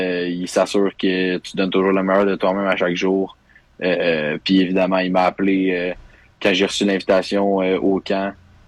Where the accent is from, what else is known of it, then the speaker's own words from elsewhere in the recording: Deux-Montagnes, Quebec, Canada; Ouais, un petit gars de Montagne.